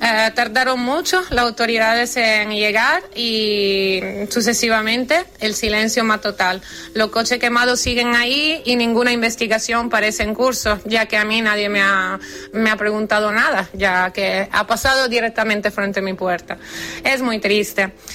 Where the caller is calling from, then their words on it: Canary Islands, Spain; Yo soy vecina del Montaña del Cabezo desde hace casi 5 años